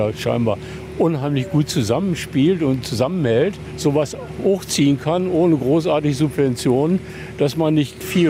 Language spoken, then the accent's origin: German; Bad Belzig, Brandenburg, Germany; Also wir kommen aus Bad Belzig